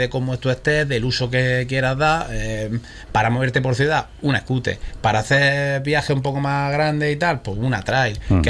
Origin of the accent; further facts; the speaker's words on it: Andalusia, Spain; Sí, somos andaluces